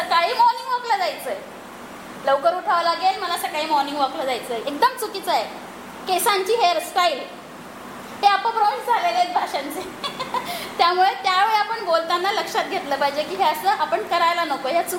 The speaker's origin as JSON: {"language": "Marathi", "town": "Jalgaon", "region": "Maharashtra", "country": "India", "said": "आपल्या जळगावकडे फार प्रॉब्लेम आहे. न चा न आणि ड चा अ चा ड."}